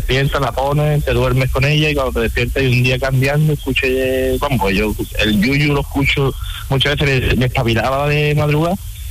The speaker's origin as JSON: {"language": "Spanish", "town": "Huesa", "region": "Andalusia", "country": "Spain", "moved": "as an adult", "lives_now": "Málaga, Spain", "said": "Yo soy un pueblecito de Jaén, de Huesa."}